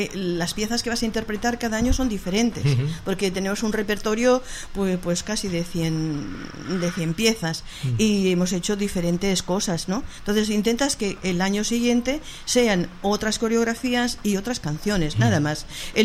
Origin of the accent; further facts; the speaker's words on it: Aragon, Spain; now in Barcelona, Spain; Yo soy maña, ¿no? Entonces, ¿sí? En mi familia, mis hermanos cantaban jotas. Entonces, a mí me viene más la vena aragonesa si empiezo a cantar.